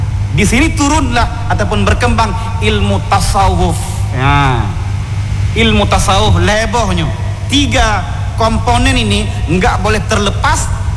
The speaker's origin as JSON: {"language": "Indonesian", "region": "Aceh", "country": "Indonesia", "said": "lebih-lebih kita orang Aceh harus mempelajari."}